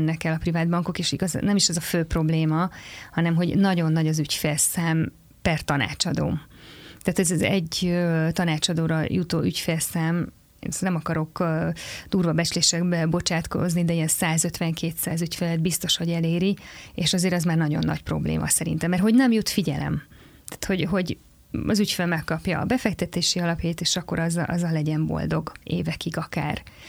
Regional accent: Szombathely, Vas, Hungary; now in Budapest, Hungary; én is szombathelyi vagyok

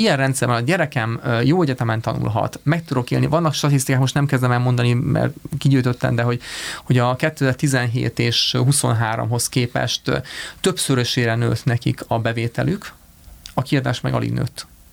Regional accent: Hungary; most ilyen magyarként másképp gondolkodunk, mint szingapúriként

